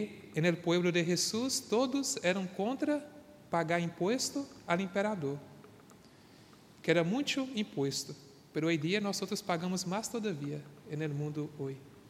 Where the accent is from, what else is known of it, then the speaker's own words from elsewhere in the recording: Brazil; now in Chile; en mi comunidad, donde yo he nacido